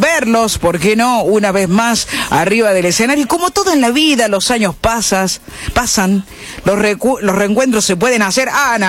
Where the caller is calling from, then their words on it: Quilino, Córdoba, Argentina; de Quilino, provincia de Córdoba.